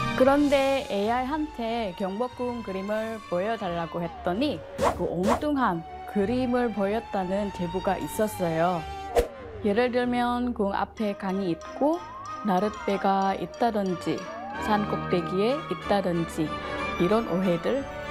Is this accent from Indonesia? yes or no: yes; Indonesia; Korean is a second language; moved away as an adult; now in South Korea; Hello, 저는 인도네시아에서 온 방과 회원 … 반갑습니다. In Indonesia, 왔을 때 한국 드라마를 즐겨봤어요. 그러다가 한국에 와서 대학을 다니게 됐어요.